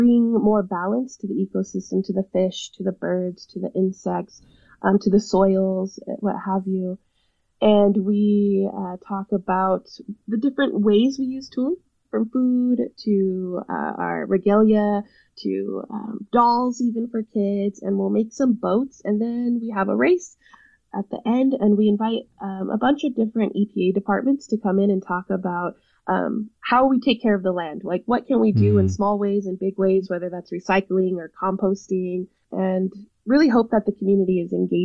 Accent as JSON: {"language": "English", "area": "Lake County", "region": "California", "country": "United States", "tie": "born or raised there", "said": "I grew up here on Big Valley Rancheria. Rancheria is just another word that we use is similar to reservation. And so luckily, my rancheria was right on the shores of Lakeport area."}